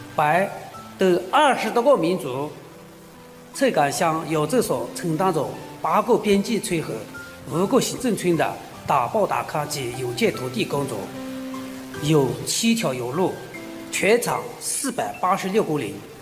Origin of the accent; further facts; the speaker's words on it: Yunnan, China; 我的家乡怒江州是全国唯一的傈僳族自治州，生活着汉、傈僳、怒、普米、独鲁、白等20多个民族